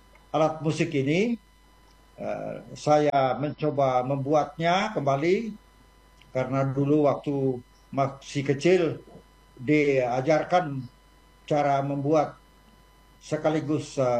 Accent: North Sulawesi, Indonesia; leluhur kita, orang Kolomongodo

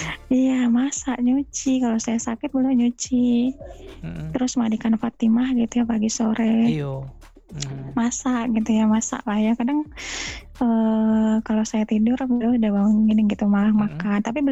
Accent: Sulawesi, Indonesia; walaupun saya orang Sulawesi, tapi ya menikah sama orang Maluku itu sudah jadi ini juga, harus suara harus besar.

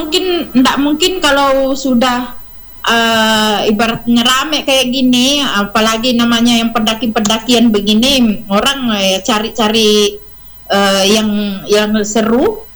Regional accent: South Sulawesi, Indonesia; Sama dengan kami juga orang Bugis juga kemana-mana gitu nah, kemana-mana juga merantau.

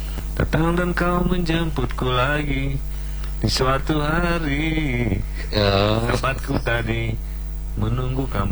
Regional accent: Jakarta, Indonesia; born there

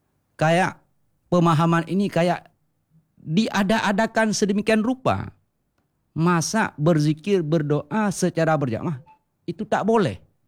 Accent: Aceh, Indonesia; Kita orang Aceh, orang Indonesia.

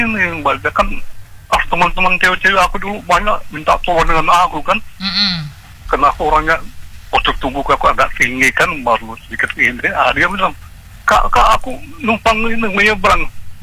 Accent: Donggala, Central Sulawesi, Indonesia; born there; Iya, kalau di daerah aku Bangsa ada sungai yang berbelah Kota Donggala itu ya.

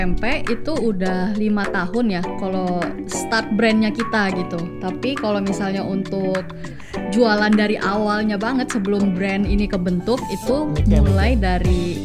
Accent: Jambi, Indonesia; born there; Iya, lahirnya di Jambi.

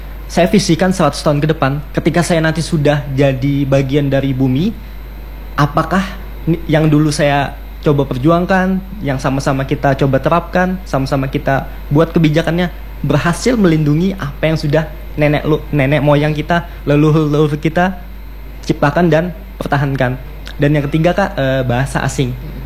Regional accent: Kalimantan, Indonesia; ketika saya ke Jawa, saya bisa hidup sebagai orang Kalimantan

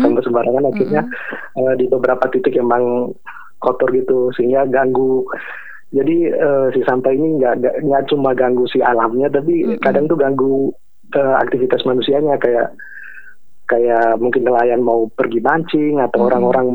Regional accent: Alor, East Nusa Tenggara, Indonesia; dari kecil kita tinggal di Alor

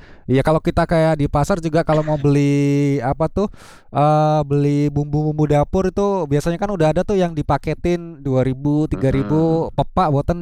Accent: Java, Indonesia; Kita orang Jawa

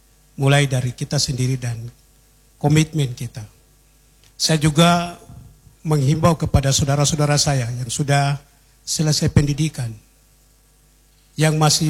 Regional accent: Papua, Indonesia; kita sendiri orang Papua

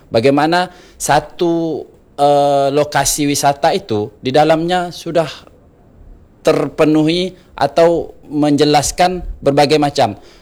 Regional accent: Pontianak, West Kalimantan, Indonesia; Kalau kita orang Kalimantan sih bang, orang Pontianak, kita tahu, ah saya kalau ke Singkawang, saya nginap tempat keluarga, selesai.

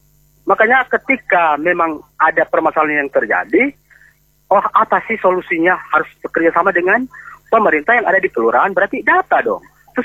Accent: North Sulawesi, Indonesia; saya juga orang Minahasa Selatan, tapi saya tahu informasi begini.

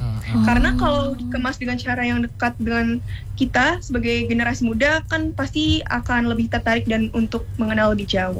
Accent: Lampung, Indonesia; kita sebagai orang Lampung

